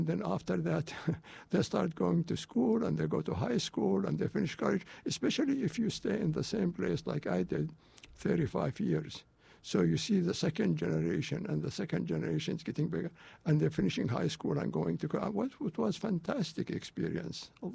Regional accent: Palestine; now in Los Angeles, United States; And back in Palestine

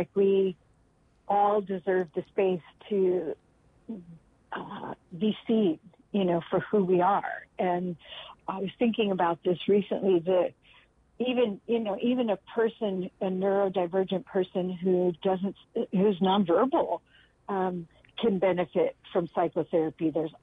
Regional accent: California, United States; I'm a Californian and I know what's available here

